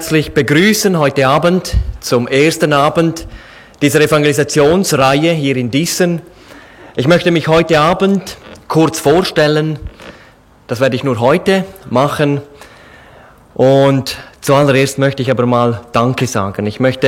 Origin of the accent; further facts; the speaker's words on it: Switzerland; Ich möchte auch danken für die Einladung, dass ich als Schweizer hierher kommen durfte.